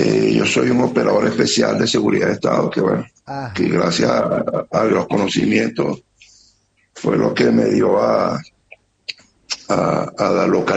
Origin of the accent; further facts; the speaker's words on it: El Salvador; Yo vengo, un ejemplo, ¿no? Yo vengo de El Salvador